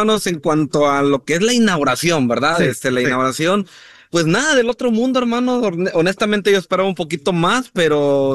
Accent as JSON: {"language": "Spanish", "country": "Mexico", "said": "para mí como mexicano"}